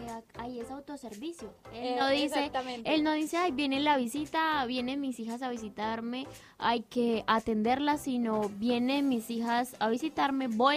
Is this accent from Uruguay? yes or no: no; Colombia; esa lucecita que nos une como colombianos